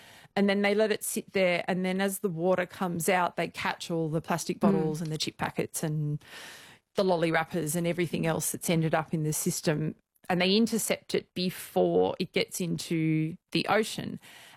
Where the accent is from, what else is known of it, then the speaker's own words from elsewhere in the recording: Australia; as an Australian, wow, we have, we've got waste challenges